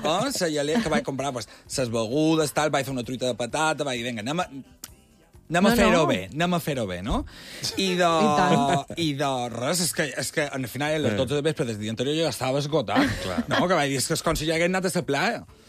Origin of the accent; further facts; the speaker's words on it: Balearic Islands, Spain; clar, no a mi com a mallorquí no me passarà.